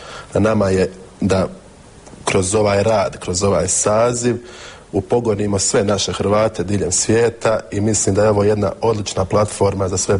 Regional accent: Čitluk, Federation of Bosnia and Herzegovina, Bosnia & Herzegovina; dolazim iz Bosne i Hercegovine, točnije iz općine Čitluk

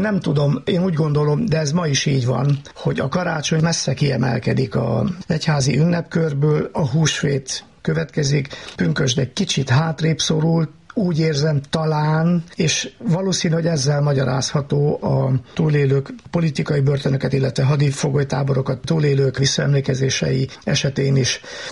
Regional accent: Székely Land, Romania; also born or lived in Erdővidék; now in Kalotaszeg, Romania; Én alapállásban és eredetileg székelyföldi vagyok, és tudom, hogy ott hogy ülik meg a pünkösdöt.

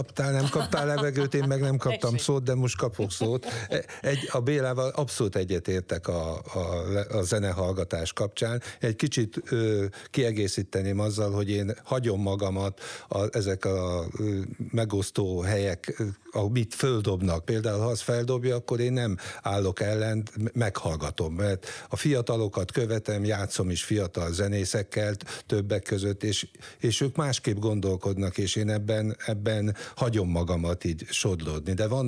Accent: Sopron, Győr-Moson-Sopron, Hungary; én soproni vagyok

